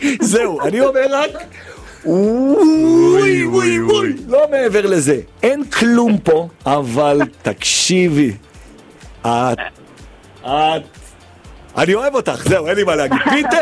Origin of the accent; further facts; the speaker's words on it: Jerusalem, Jerusalem District, Israel; אני גדלתי שם, ליד העין חץ.